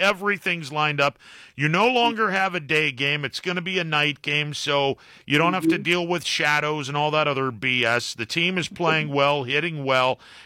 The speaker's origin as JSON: {"language": "English", "town": "Youngstown", "region": "Ohio", "country": "United States", "tie": "born or raised there", "said": "I grew up in Youngstown, ma'am."}